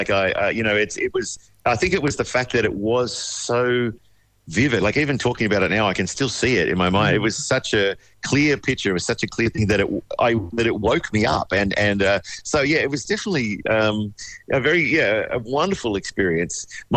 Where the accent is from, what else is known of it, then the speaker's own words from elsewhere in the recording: Wagga Wagga, New South Wales, Australia; I grew up in Wagga Wagga and spent sort of 30 years living there, and so I have a real soft spot for regional communities